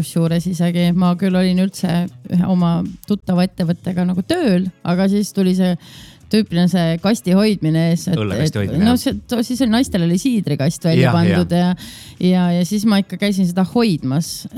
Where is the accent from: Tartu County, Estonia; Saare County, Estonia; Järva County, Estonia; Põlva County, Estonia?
Tartu County, Estonia; Kõrveküla; mina kasvasin üles Kõrvekülas